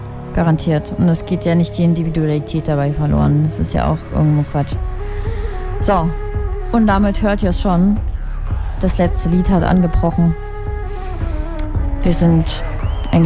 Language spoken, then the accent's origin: German; Ukraine; Im Übrigen fahre ich regelmäßig hin in die Ukraine, in meine Heimatstadt.